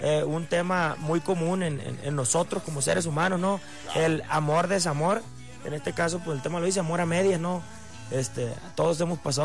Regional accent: Mezquite Alto, Sinaloa, Mexico; now in Los Mochis, Mexico; Yo soy de un pueblo que se llama Mezquite Alto, ahí perteneciente a Sinaloa, Leiva.

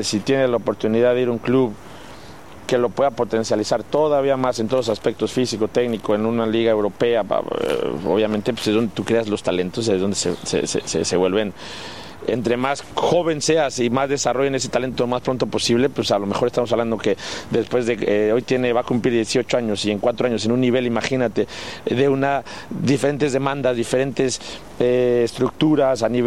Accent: Mexico; pero como mexicano siempre da ilusión representar a mi país en un mundial.

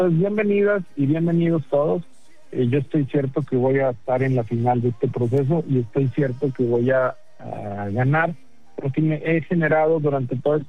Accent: Nuevo León, Mexico; conozco el ADN de Nuevo León, soy de Nuevo León, soy el único aspirante que es auténticamente de Nuevo León

